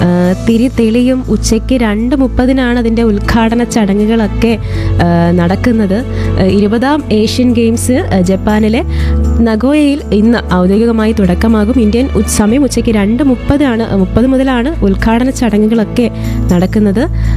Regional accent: Kerala, India; ഒരു മലയാളി എന്ന നിലയിൽ കൂടി നമുക്ക് ഒരുപാട് അഭിമാനത്തിൻ്റെ നിമിഷങ്ങളാണ്.

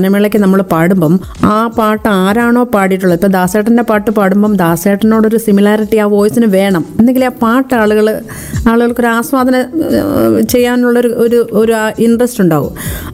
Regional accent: Kottayam, Kerala, India; moved away as an adult; also born or lived in Thiruvananthapuram; ഞാൻ കോട്ടയത്താണ് ജനിച്ചത്. അവിടെയാണ് എൻ്റെ പ്രാഥമികമായിട്ടുള്ള വിദ്യാഭ്യാസമൊക്കെ നടത്തിയിട്ടുള്ളത്. ഞാൻ ചെറുതിലെ സെയിൻറ്റ് ആൻസ് സ്കൂളിലാണ് പഠിച്ചത്. അത് കഴിഞ്ഞിട്ട് പിന്നെ CMS കോളേജിലാണ് പ്രീ ഡിഗ്രിയൊക്കെ ചെയ്തത്.

